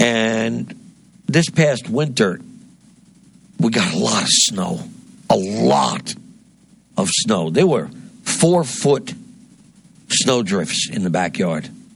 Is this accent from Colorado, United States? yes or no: no; New Jersey, United States; my home state of New Jersey taxes diesel fuel by 56 cents a gallon